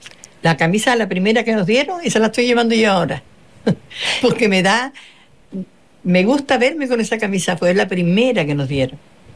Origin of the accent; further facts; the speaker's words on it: El Cotillo, Canary Islands, Spain; Porque yo soy, por ejemplo, del Cotillo.